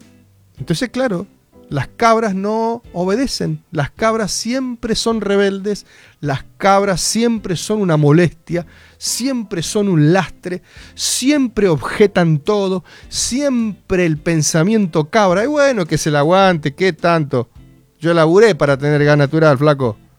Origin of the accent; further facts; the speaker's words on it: Argentina; somos recontra argentinos.